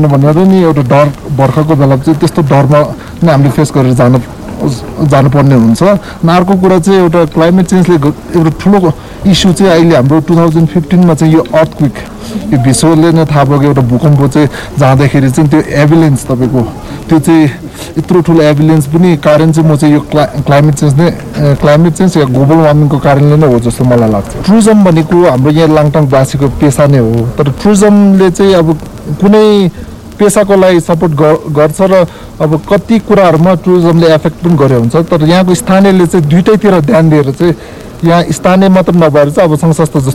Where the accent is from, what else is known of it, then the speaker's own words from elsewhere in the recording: Bagmati, Nepal; मेरो घर चाहिँ यतै क्याङजिन गोसाङकुण्ड गाउँपालिका वार्ड नम्बर 4